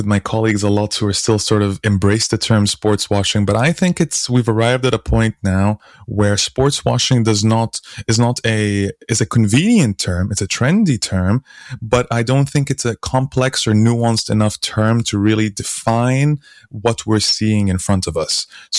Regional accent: Bahrain; I grew up in the Gulf. I spent 10 years in Bahrain.

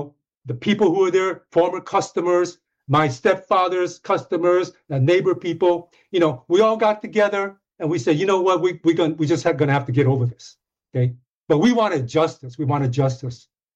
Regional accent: Los Angeles, California, United States; I grew up in Crenshaw District in Los Angeles, Crenshaw, West Adams area, primarily African-American area.

